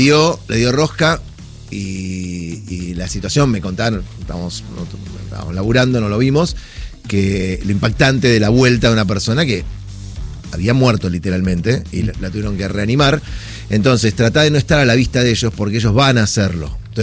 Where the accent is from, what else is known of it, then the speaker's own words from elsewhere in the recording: Argentina; Y después porque somos argentinos.